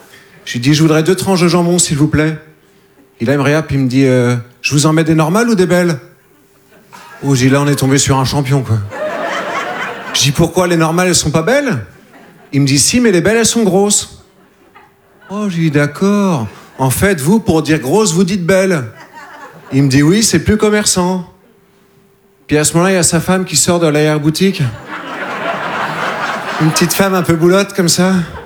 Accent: Nouvelle-Aquitaine, France; Je viens des Deux-Sèvres. Vous connaissez les Deux-Sèvres? Non? C'est entre la Vienne et la Vendée.

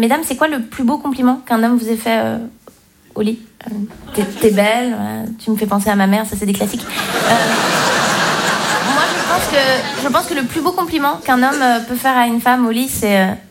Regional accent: Romandy, Switzerland; Donc moi je viens de Suisse romande, chez moi on parle français, mais en même temps on n'a pas la même psychologie que les Français.

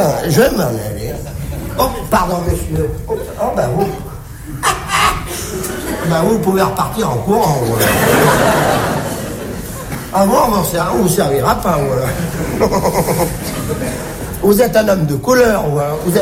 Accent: Dakar, Senegal; Parce que moi, je suis sénégalais. Je suis même plus que sénégalais. Je suis dakarois. Je suis né à Dakar.

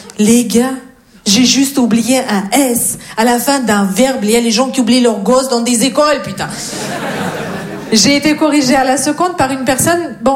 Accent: Russia; French is a second language; moved away as an adult; now in France; Non, je viens de Russie.

